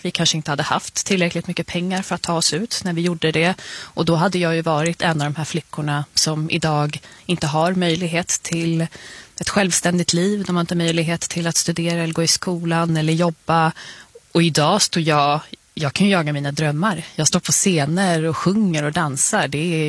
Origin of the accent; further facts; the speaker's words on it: Botkyrka, Stockholm County, Sweden; Där jag kommer ifrån, i Botkyrka, som ligger i södra Stockholm, så har vi folk från alla delar av världen.